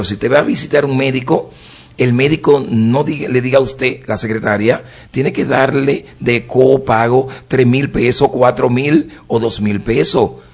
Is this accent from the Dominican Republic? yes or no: yes; Dominican Republic; pero ante todo como dominicano, como miembro de comunidades.